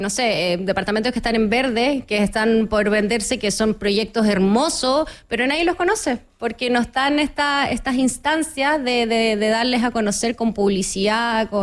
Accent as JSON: {"language": "Spanish", "town": "La Serena", "region": "Coquimbo", "country": "Chile", "moved": "yes", "lives_now": "Santiago, Chile", "said": "yo por ejemplo soy de La Serena"}